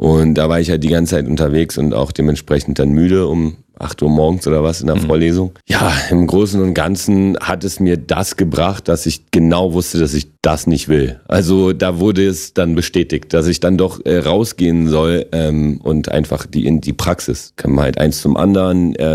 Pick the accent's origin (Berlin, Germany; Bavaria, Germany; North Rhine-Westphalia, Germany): Berlin, Germany; accent: Berlin; first language Polish; German is a second language; also born or lived in Wrocław, Poland; Ich bin in Breslau geboren. Bin mit 6,5 hergekommen. Habe kein Wort Deutsch gesprochen. Zum Glück bin ich auf eine gute Schule gekommen, habe das relativ schnell gelernt